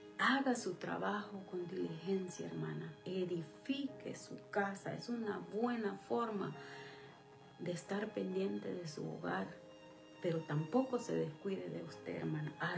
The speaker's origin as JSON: {"language": "Spanish", "country": "El Salvador", "said": "Para los que no saben, soy salvadoreña"}